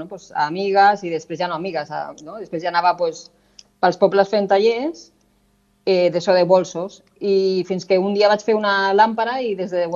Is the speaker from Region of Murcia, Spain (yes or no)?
yes; Murcia, Region of Murcia, Spain; born there; moved away as an adult; now in Catalonia, Spain; jo vaig néixer a Múrcia, vale, i als 18 anys vaig venir aquí a estudiar disseny i moda.